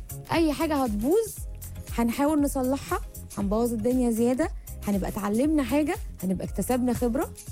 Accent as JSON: {"language": "Arabic", "country": "Egypt", "said": "احنا كمصريين بس كلنا عندنا المفرش المعين كده الصغير اللي بيتحط على التلفزيون من فوق ده، تبص عليه تقول ده بيت مصري 100%."}